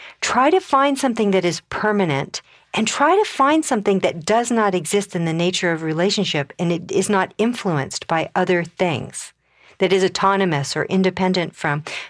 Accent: Colorado, United States; I come from Colorado. It's bone dry there. So my hair is really straight.

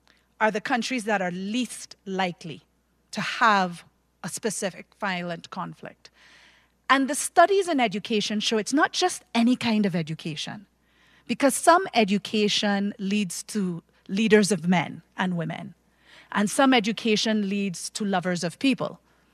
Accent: Ottawa, Ontario, Canada; accent: Caribbean; I grew up in Ottawa, Canada, for a while, so I know very, very, my Caribbean accent, yes, but I know very cold.

